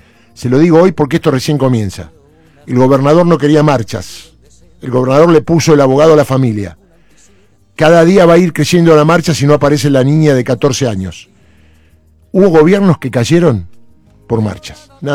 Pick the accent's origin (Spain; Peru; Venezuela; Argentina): Argentina; Nosotros somos argentinos